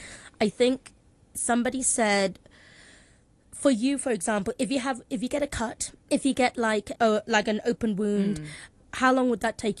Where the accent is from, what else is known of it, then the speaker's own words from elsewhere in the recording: Hong Kong; growing up in Hong Kong is also actually really lovely because it's such a melting pot of cultures